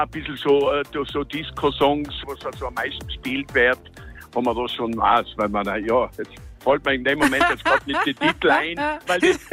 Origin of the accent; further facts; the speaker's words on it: Kals am Großglockner, Tyrol, Austria; born there; weil wir sind, der Hans und ich sind eigentlich gebürtige Kalser.